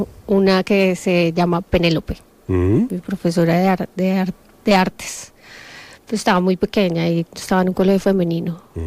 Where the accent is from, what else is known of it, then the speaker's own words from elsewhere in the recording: Bogotá, Bogotá Capital District, Colombia; moved away as an adult; Yo soy de Bogotá, Colombia.